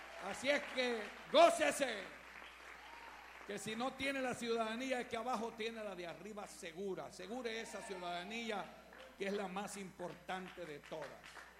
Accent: El Salvador; born there; Y no me ha logrado decir ningún hermano que soy salvadoreño, pero sí nací en El Salvador, ¿verdad?

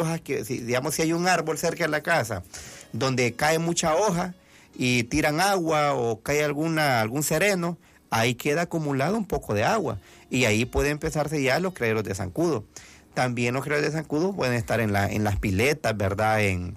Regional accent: El Salvador; nosotros somos así, los salvadoreños, que no tenemos la cultura de trabajar la prevención

